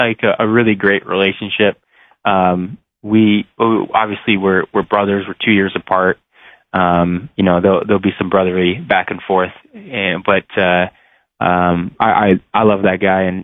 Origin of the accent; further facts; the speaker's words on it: Canada; it's been awesome to be able to do it here in my home country.